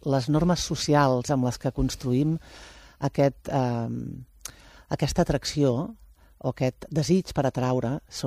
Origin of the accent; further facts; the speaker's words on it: Prats de Lluçanès, Catalonia, Spain; Clar, tio, és que jo soc de Prats